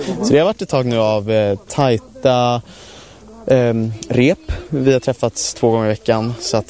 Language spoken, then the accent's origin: Swedish; Nacka, Stockholm County, Sweden; Jag är från Nacka.